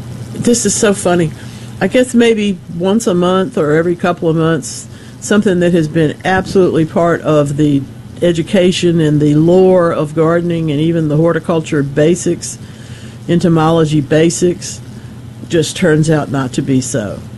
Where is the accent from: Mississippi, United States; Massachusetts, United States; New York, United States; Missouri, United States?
Mississippi, United States; Gulfport; I grew up in Gulfport